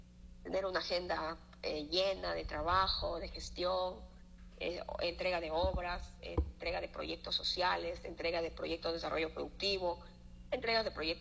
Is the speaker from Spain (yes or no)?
no; La Troncal, Cañar, Ecuador; en ese cantón, en mi tierra, La Troncal